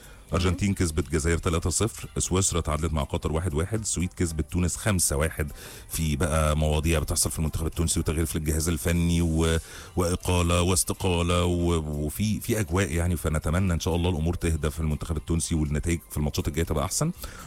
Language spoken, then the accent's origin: Arabic; Egypt; عندنا في مصر